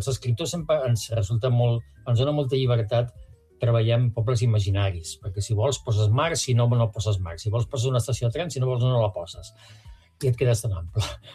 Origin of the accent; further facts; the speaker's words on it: Creixell, Catalonia, Spain; also born or lived in Barcelona / Torredembarra; now in Empordà, Spain; Jo sóc barceloní i visc a l'Empordà, imagina't, no? Jo vaig passar la infantesa entre Creixell i Torredembarra, aquella zona, però, clar, jo era un barceloní trasplantat